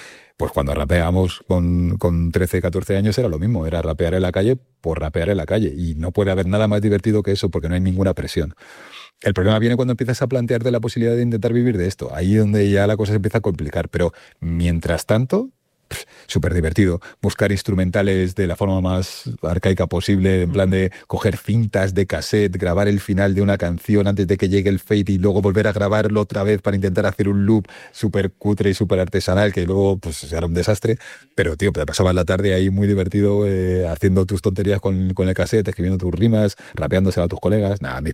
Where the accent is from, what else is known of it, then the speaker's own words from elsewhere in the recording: Torrejón, Community of Madrid, Spain; Pues si yo soy de Torrejón, ¿sabes?